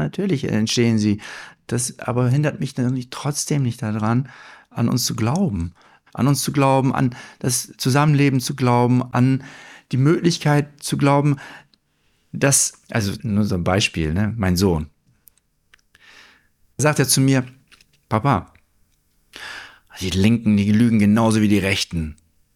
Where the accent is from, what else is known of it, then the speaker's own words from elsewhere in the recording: Germany; Ich bin ja aufgewachsen in Deutschland